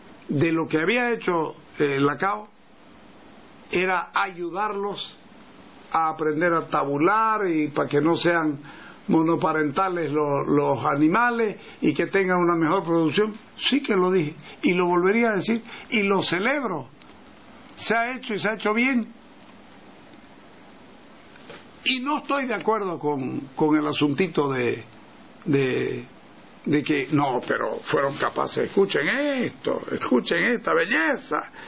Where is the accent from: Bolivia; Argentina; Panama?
Bolivia; Santa Cruz; es muy difícil ser boliviano siendo cruceño. Por eso digo, Santa Cruz es mi patria, Bolivia es mi país.